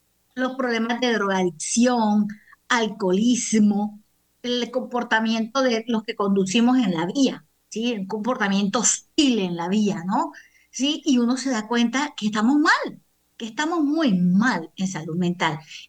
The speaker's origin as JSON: {"language": "Spanish", "country": "Colombia"}